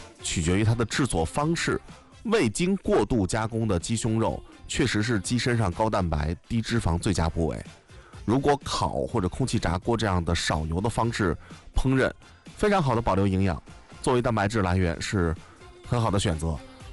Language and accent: Chinese; Anhui, China; 尤其咱们安徽人对吃鸡太讲究了